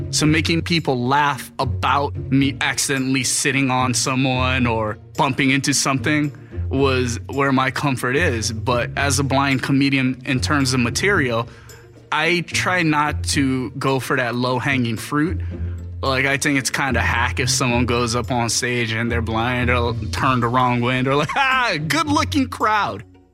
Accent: Hawaii, United States; I am Hawaiian, I am Filipino, I am from Hawaii.

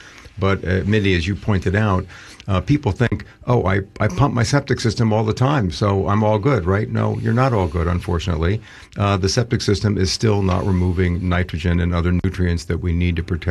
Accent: Massachusetts, United States; I grew up on Cape Cod. I grew up fishing. I grew up recreating in the water, both the lakes and ponds, as well as the estuaries.

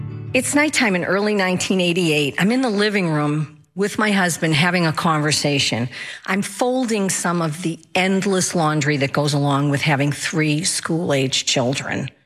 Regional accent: Ireland; I'm Irish. I've always been a storyteller.

